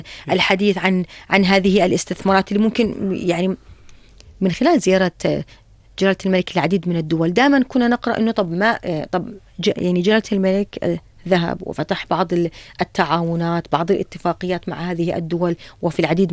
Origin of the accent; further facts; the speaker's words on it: Jordan; لا احنا كدولة أردنية دولة قانون وسيادة القانون